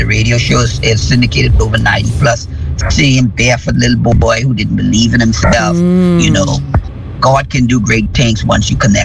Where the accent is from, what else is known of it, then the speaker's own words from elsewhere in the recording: Bahamas; born there; I was born in the Bahamas, but my parents are from Jamaica.